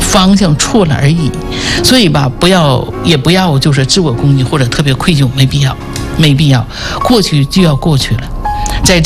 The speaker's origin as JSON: {"language": "Chinese", "town": "Jinzhou", "region": "Liaoning", "country": "China", "accent": "Northeastern dialect", "said": "我们东北人叫割了半儿哈，锦州人哈"}